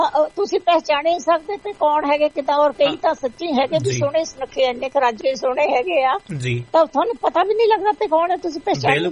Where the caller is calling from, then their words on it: Banga, Punjab, India; ਸਾਡਾ ਪਿੰਡ ਵਾਲਾ ਘਰ ਰਹਿੰਦਾ ਜਿਹੜਾ ਉੱਥੇ ਉਹਨਾਂ ਨੂੰ ਦਿੱਤਾ ਅਸੀਂ ਤਾਂ ਨਾਲ ਬੰਗੇ ਆ ਗਏ ਹਾਂ ਤਿੰਨਾਂ ਢਾਈ ਤਿੰਨ ਕੁ ਮੀਲ ਤੇ